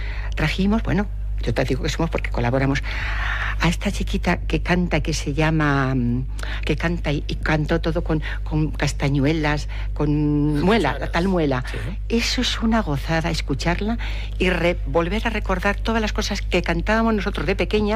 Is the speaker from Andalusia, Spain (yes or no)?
yes; San Martín del Tesorillo, Andalusia, Spain; yo que soy del Tesorillo